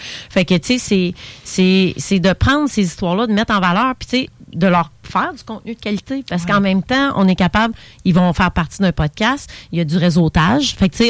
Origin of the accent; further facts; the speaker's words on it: Pont-Neuf, Quebec, Canada; Puis ben, je suis de Pont-Neuf. Donc pour moi, faire rayonner les gens de ma région, c'est encore plus important.